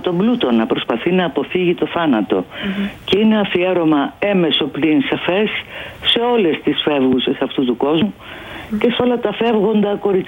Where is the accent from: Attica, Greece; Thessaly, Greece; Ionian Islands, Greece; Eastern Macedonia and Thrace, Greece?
Ionian Islands, Greece; Kefalonia; Το λέω ωραίο γιατί είμαι από την Κεφαλονιά και μας στείλανε κρασί από εκεί.